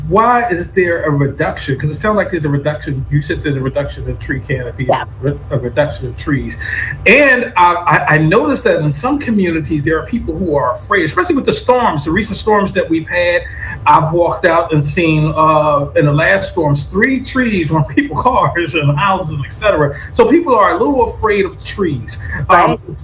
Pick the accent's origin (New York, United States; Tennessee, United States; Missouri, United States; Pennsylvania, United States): Pennsylvania, United States; Philadelphia; We're from Philly